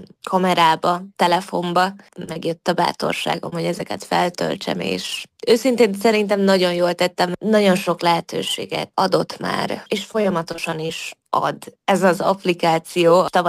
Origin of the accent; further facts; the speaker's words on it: Vojvodina, Serbia; ezen a vidéken élünk, ez nem helytelen délvidéki magyarként én így beszélek. Persze folyamatosan művelem, és művelni kell a beszédünket, de jó érzés, hogy ide születtem, így beszéltek, ahogy most.